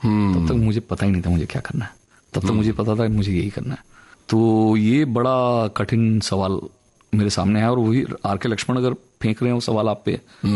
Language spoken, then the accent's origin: Hindi; Athabira, Odisha, India; also born or lived in Bhilai; तब तक हम उड़ीसा शिफ्ट हो चुके थे भिलाई से, और ये बहुत छोटा सा गांव था, इसका नाम अथाबिरा है।